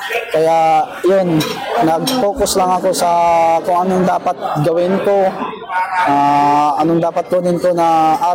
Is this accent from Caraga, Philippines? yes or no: yes; Siargao Island, Caraga, Philippines; Ako sa Siargao Island.